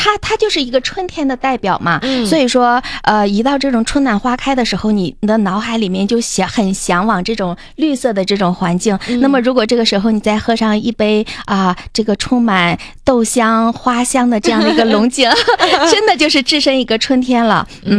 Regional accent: Northeast China, China; 尤其我们东北人就喜欢干杯

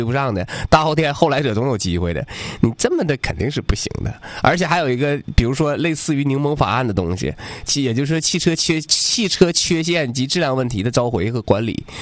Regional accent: Liaoyang, Liaoning, China; 我们辽阳，我老家辽阳的，我们老家辽阳的纺织业就很发达

